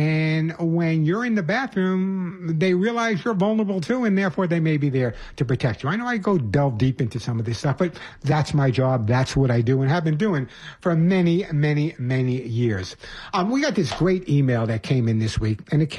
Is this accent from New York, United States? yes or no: yes; Bronx, New York, United States; When I was growing up in the Bronx